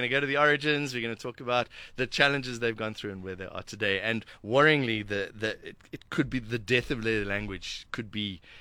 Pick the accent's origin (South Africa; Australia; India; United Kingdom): South Africa; born there; as a South African born in South Africa